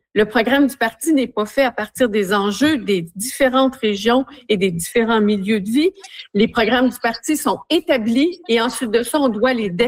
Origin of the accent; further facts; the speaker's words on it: Quebec, Canada; Nos préfets chez nous ont été les préfets de l'Abitibi-Témiscamingue